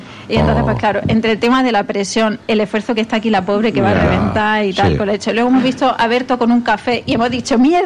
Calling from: Granada, Andalusia, Spain; De Granada.

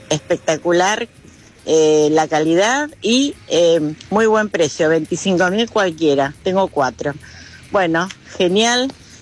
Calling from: Viedma, Río Negro, Argentina; de Viedma.

